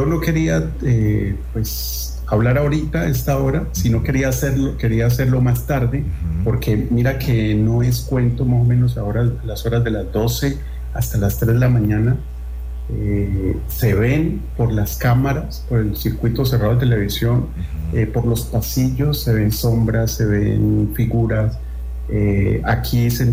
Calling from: Cali, Valle del Cauca, Colombia; Muy bien, yo te estoy hablando desde la ciudad de Cali.

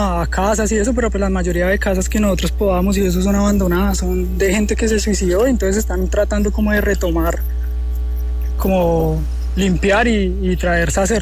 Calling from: Colombia; yo soy de Las Cruces, parcero, yo soy colombo coreano, pero pues soy de barrio bajo

